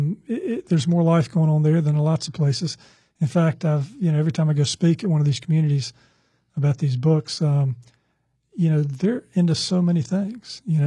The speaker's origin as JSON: {"language": "English", "town": "Chapel Hill", "region": "North Carolina", "country": "United States", "tie": "born there", "said": "I was born in Chapel Hill, lived here 1 year."}